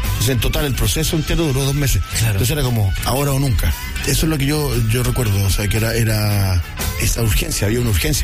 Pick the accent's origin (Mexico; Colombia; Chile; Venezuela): Chile; la gente tiene que saber que somos de Chile, que venimos de allá, que venimos de saliendo de la dictadura de Pinochet